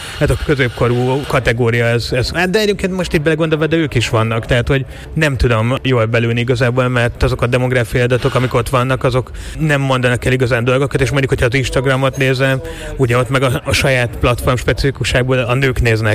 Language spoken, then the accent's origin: Hungarian; Budapest, Hungary; Hát én gyerekkorom óta például Józsefvárosban élek, pár éves kitérővel, ilyen szempontból lokálpatrióta vagyok, és gyökereteresztettem.